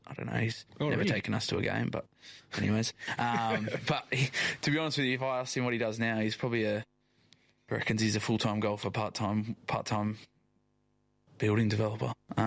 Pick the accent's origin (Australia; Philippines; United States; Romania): Australia; born there; moved away as an adult; also born or lived in England; I sort of did the opposite when I finished school, went over to England and unintentionally stayed there.